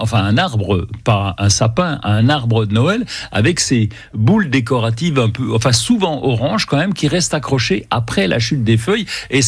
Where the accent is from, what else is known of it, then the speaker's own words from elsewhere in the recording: Bourgogne-Franche-Comté, France; Même chez nous, en Franche-Comté, ça peut aller.